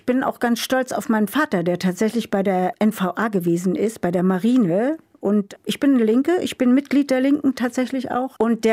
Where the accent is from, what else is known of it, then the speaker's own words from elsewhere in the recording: East Germany, Germany; now in Bremen, Germany; Ich bin ja ein Ossi-Kind